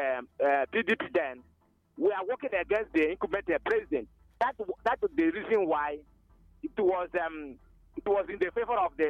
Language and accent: English; Nigeria; This is the voice of … I'm reaching you from my hometown here in Nkomo Ezekun Autonomous Community.